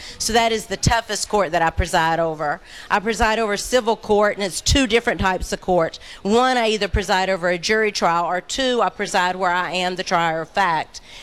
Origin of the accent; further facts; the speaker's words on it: Dobson, North Carolina, United States; I grew up in Dobson, went to Dobson Elementary, graduated Surrey Central High School.